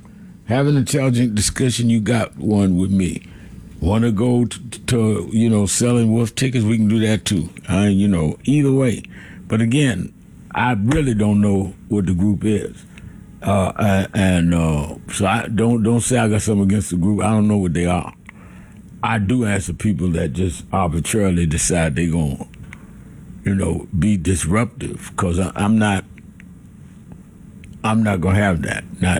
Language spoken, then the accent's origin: English; Brooklyn, New York, United States; I grew up in Brooklyn, and we would debate. I was in the Pentecostal church, our Church of God in Christ, later Baptist.